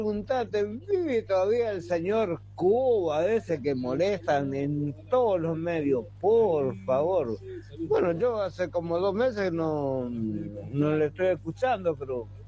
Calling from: Posadas, Misiones, Argentina; Yo soy misionero de Posada Misiones.

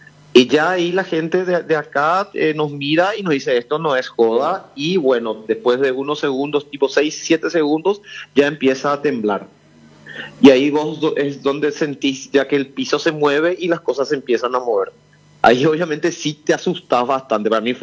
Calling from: Paraguay; Somos 4 paraguayos en un grupo de 18 personas, estamos entre 4 paraguayos.

